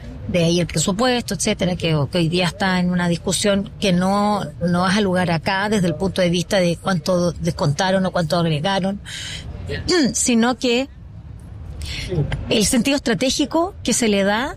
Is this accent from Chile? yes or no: yes; Chile; a mí me pasa como chilena, como periodista